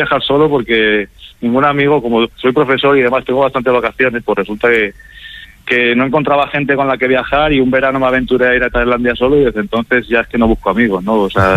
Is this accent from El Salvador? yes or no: no; Zamora, Castile and León, Spain; now in Barcelona, Spain; Yo soy de Zamora, pero vivo en Barcelona. Llevo 13 años ya viviendo en Barcelona.